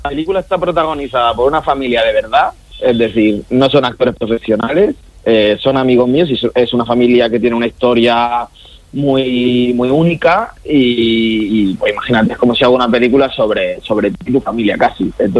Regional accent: Region of Murcia, Spain; yo soy también de Murcia

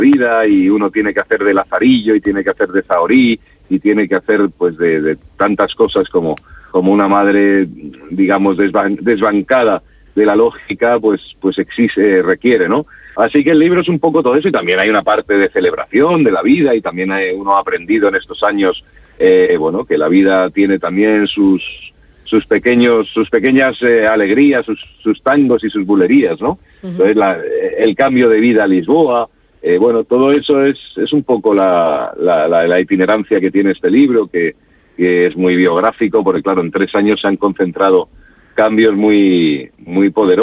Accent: Madrid, Community of Madrid, Spain; Bueno, ciezano por espíritu y por filiación familiar. Yo nací en Madrid, entonces me crié allí. Yo no he tenido la suerte de vivir nunca en Murcia, la verdad. Ni en Cieza ni en ninguno de los otros lugares que amo tanto de esta región, como la ciudad, como Mazarrón.

